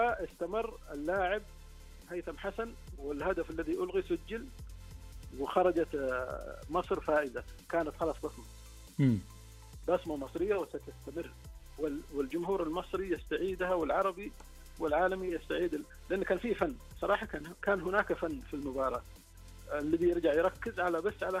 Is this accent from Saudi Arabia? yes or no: yes; Saudi Arabia; إحنا عندنا في السعودية الحس المهاري موجود